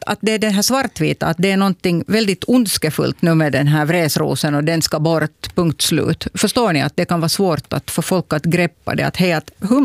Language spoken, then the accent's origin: Swedish; Hanko, Uusimaa, Finland; jag är född och uppvuxen i Hangö och jag måste säga att det växte massor med vresros längs med stränderna där hela min egentligen barndom.